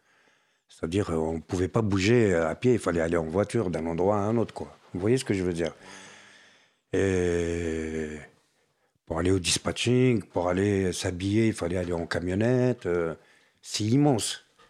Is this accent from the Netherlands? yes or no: no; France; Deuxième division, mais monsieur, vous êtes tunisien? Je dis non, je suis français.